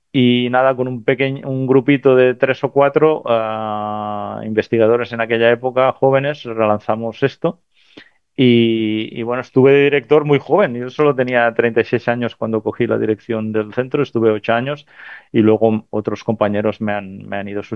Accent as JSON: {"language": "Spanish", "town": "Amposta", "region": "Catalonia", "country": "Spain", "lives_now": "Roquetes, Spain", "said": "yo soy de Amposta, que está, nada, 20 kilómetros de aquí. Estudié física en Barcelona"}